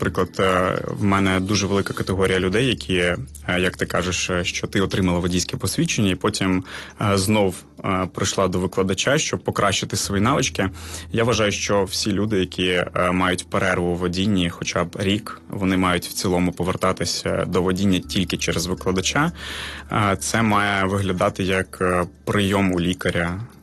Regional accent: Donetsk Oblast, Ukraine; now in Kyiv, Ukraine; Я сам з Донецької області, і коли я приїхав до Києва, я їздив на номерах АН доволі довго.

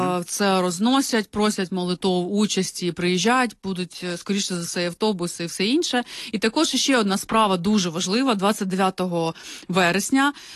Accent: Brovary, Kyiv Oblast, Ukraine; І саме цікаве, що навіть я сама з Броварів, і у нас це було відведено, ну, я своє дитинство пам'ятаю таким, що коли хтось говорив російською мовою, на нього дивились, що ти, звідки ти приїхав?

